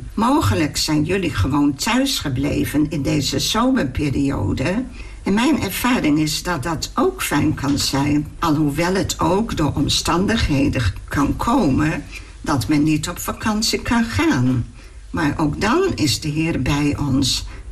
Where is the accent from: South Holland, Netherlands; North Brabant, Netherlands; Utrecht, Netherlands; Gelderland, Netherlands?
Gelderland, Netherlands; Tricht; born there; moved away; Tiel, in de Betuwe, in Gelderland. Dat is dicht bij mijn geboorteplaats Tricht.